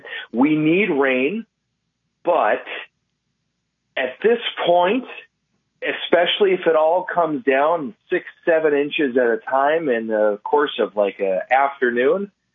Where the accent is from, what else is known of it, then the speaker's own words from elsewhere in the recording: Minnesota, United States; I grew up in Minnesota, and I can't remember a stretch of winters where we've seen as dry or as warm